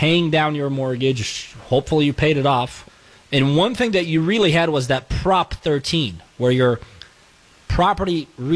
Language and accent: English; California, United States; I believe, as a Californian, we hit that ship.